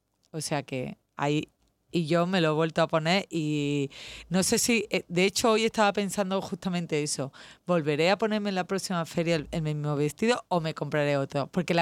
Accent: Baena, Andalusia, Spain; La patrona de mi pueblo es la Virgen de Guadalupe y es el 9 de septiembre.

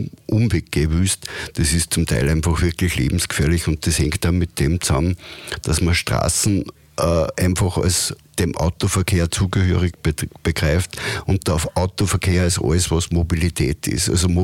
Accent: Linz, Upper Austria, Austria; als Linzer

